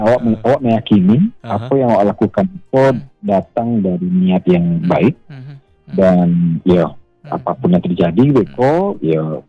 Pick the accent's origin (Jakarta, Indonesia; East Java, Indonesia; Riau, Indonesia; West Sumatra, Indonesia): West Sumatra, Indonesia; Jadi mungkin, namanya kita orang Minang dah, pasti raso sagan itu ada.